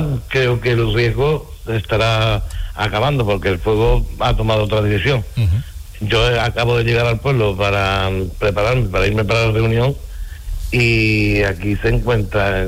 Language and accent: Spanish; Villanueva de las Cruces, Andalusia, Spain; la noche ha estado más tranquila en la parte de que concierne a mi pueblo, Villanueva de las Cruces